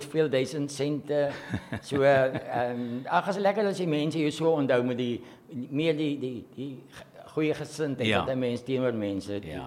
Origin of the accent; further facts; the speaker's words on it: Despatch, Eastern Cape, South Africa; Ek was 'n klipgooier, ek het 'n Dispatch groot geword. Ek is getoe daar, gebore daar. So, ja, dis waar my thuisdorp Dispatch.